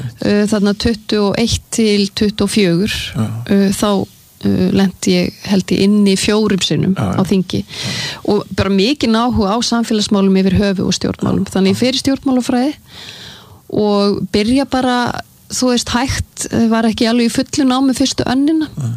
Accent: Sweden; ég alinn upp í Svíþjóð alinn upp við að læra tvö tungumál á sama tíma

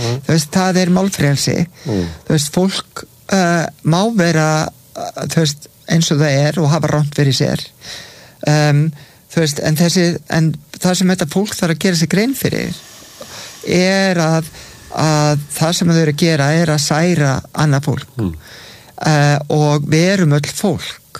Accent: Reykjavík, Capital Region, Iceland; veturinn þegar ég var allast upp í Breiðholtinu, það var endalausir vetrastormar og allt brjálað.

